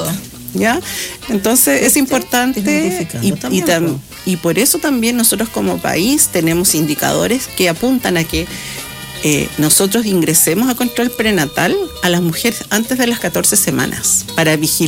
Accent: Chile; nosotros como chilenos

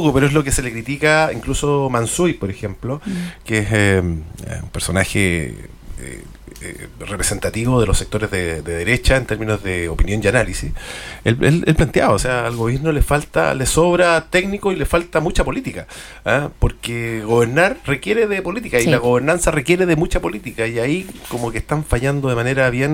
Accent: Chile; Aun cuando me corresponde como un chileno más

